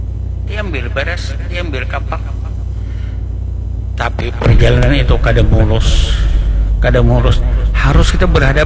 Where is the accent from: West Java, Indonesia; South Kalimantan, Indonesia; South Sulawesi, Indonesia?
South Kalimantan, Indonesia; Banjar; Bahasa kita orang Banjar